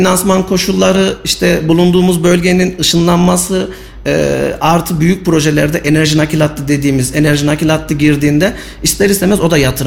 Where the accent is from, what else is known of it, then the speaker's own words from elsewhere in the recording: Kayseri, Turkey; bizim kendi memleketimiz Kayseri ve İç Anadolu bölgesi